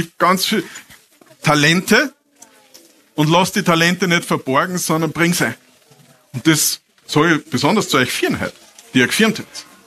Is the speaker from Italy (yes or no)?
no; Austria; wir als Österreicher